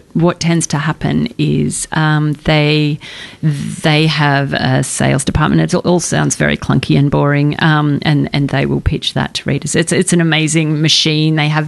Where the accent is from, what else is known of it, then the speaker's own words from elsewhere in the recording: Ballarat, Victoria, Australia; It's set in Australia and in my hometown of Ballarat.